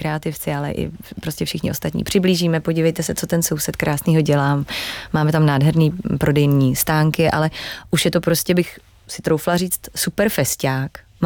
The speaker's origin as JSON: {"language": "Czech", "town": "Cheb", "region": "Karlovy Vary Region", "country": "Czechia", "moved": "yes", "said": "já pocházím z Chebu"}